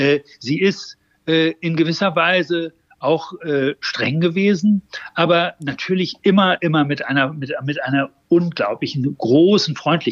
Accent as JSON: {"language": "German", "region": "Hamburg", "country": "Germany"}